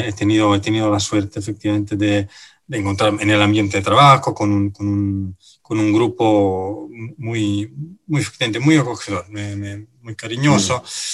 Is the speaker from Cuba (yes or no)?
no; Italy; now in Chile; dueño era un italiano y ahí comimos un buen plato de pasta porque para que yo no extrañara demasiado mi tierra.